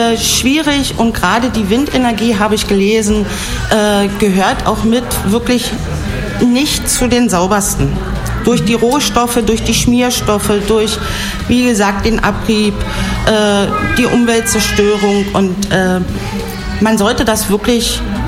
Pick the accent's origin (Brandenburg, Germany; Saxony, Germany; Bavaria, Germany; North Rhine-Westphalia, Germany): Brandenburg, Germany; moved away; Ich komme aus dem Oderbruch. Mein Elternhaus steht nicht weit von einem Windrad.